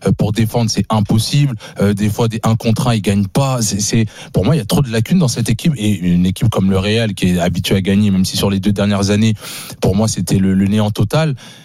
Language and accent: French; France; On est français.